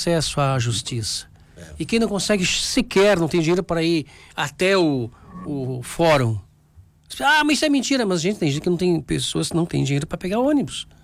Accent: Brazil; nós somos brasileiros, somos patriotas, somos daqui do Brasil

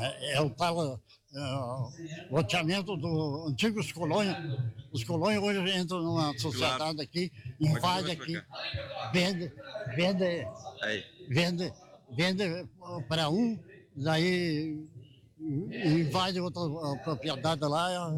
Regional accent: Espumoso, Rio Grande do Sul, Brazil; born there; also born or lived in Mormaço / Santo Tomé; now in Soledade, Brazil; Eu nasci em Espumoso, Pratinha. E daí eu vim para Mormaço, do Mormaço vim para Santo Tomé, do Santo Tomé vim para Soledade.

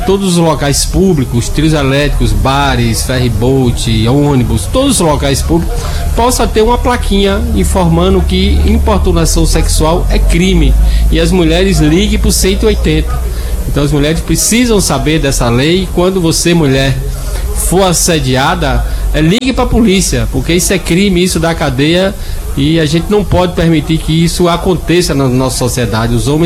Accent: Irecê, Bahia, Brazil; sou do interior de Irecê.

